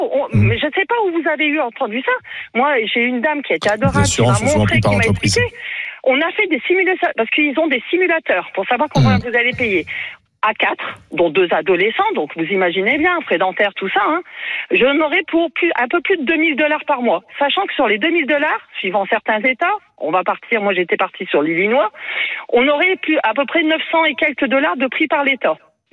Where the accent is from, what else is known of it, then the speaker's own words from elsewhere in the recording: France; Et pourtant, je suis française, hein.